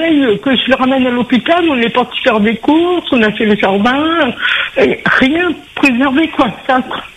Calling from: Normandy, France; je suis en Normandie, on n'a pas vraiment de réseau

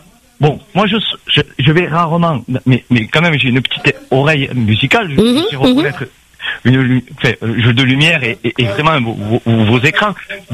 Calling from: Réunion; ça fait 35 ans que je suis à La Réunion

